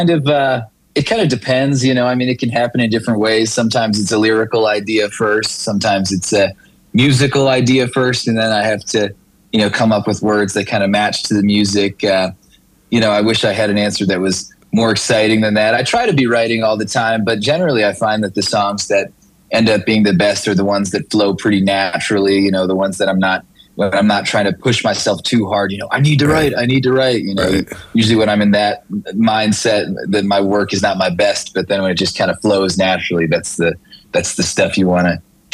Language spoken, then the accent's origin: English; Wisconsin, United States; I'm a Wisconsinite